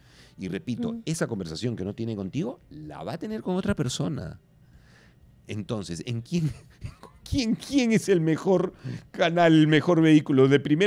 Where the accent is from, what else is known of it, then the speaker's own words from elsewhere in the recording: Lima, Peru; los limeños somos muy quejones con el clima